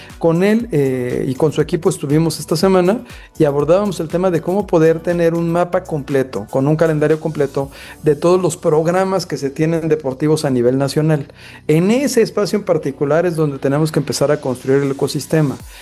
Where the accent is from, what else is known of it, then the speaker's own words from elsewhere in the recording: Ensenada, Baja California, Mexico; que por cierto es de Tierra Bendita, de donde yo soy, ya de Baja California, ensenadense.